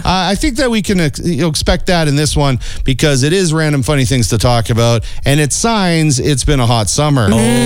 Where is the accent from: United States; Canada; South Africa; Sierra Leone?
Canada; Yeah, I'm actually from Canada here, so I call it filet.